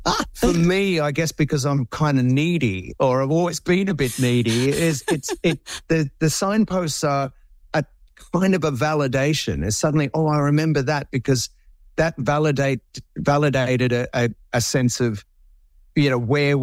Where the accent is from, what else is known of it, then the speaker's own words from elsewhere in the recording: Melbourne, Victoria, Australia; we were playing at this venue in Melbourne that you know, in my hometown